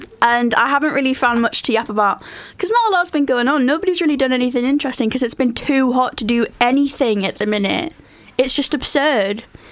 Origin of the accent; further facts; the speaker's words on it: North Shields, North East England, United Kingdom; By technicality, we are not from the city centres. He is from Enfield and I am from North Shields, which, if you didn't know, that's